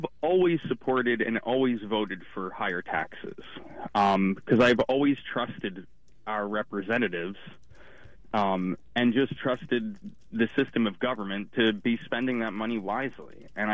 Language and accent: English; New York City, New York, United States; moved away as an adult; now in Oregon, United States; I'm not a native Oregonian. I originally grew up in, I'm from New York City, and I've been living out here since 2012.